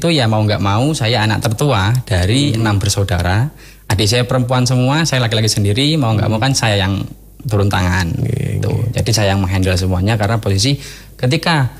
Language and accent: Indonesian; Jakarta, Indonesia; born there; now in Blitar, Indonesia